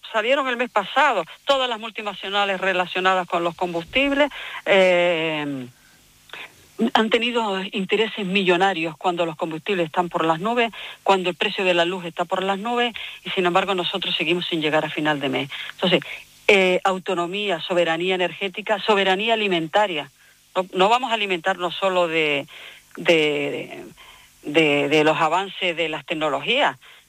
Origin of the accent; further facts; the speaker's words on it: Canary Islands, Spain; Canarias siempre hemos sido un pueblo pacífico